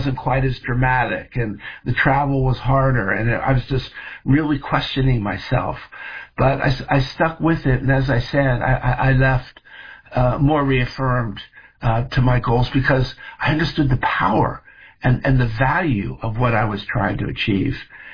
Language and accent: English; Philadelphia, Pennsylvania, United States; I have the Eagles. I'm from Philly. Exactly.